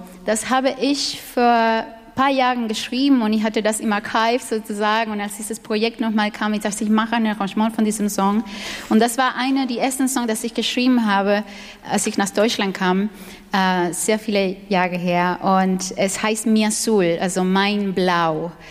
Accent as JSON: {"language": "German", "country": "Cuba", "lives_now": "Germany", "said": "Ich liebe dieses Land sehr, mit Herz und Seele. Aber trotzdem, ich komme aus Kuba, ihr müsst euch vorstellen, was mir hier fehlt. Die Sonne am meisten und das Meer. Ich komme aus einer Insel, ne?"}